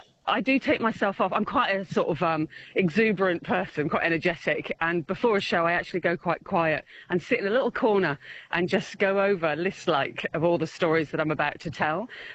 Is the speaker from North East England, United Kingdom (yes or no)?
no; Bristol, South West England, United Kingdom; also born or lived in Bath, United Kingdom; So I'm from Bristol, Bath area.